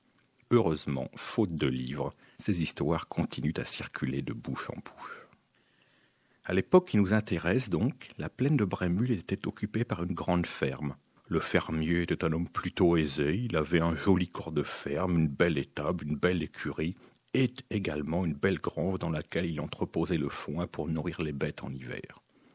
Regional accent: Normandy, France; born there; c'est-à-dire dans ma région natale, en Normandie.

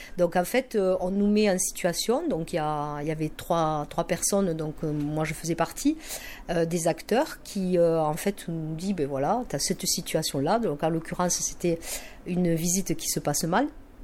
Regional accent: Occitanie, France; Moi, je viens du Tarn, un pays quand même où on mange très très bien, où je ne retrouvais pas ça ici, en Haute-Garonne.

